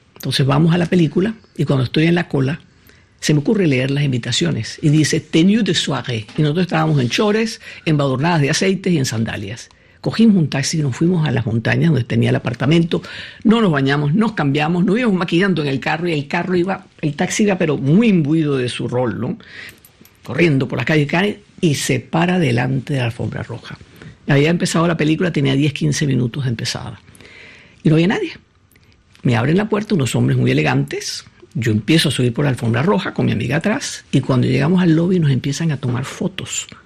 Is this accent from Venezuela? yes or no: yes; Venezuela; moved away; yo no soy inglesa, yo soy venezolana.